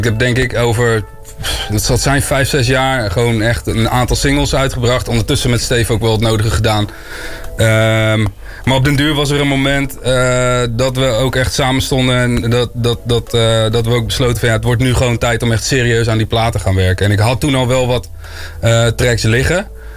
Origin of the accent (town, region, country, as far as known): Zeeland, Netherlands; moved away as an adult; now in Utrecht, Netherlands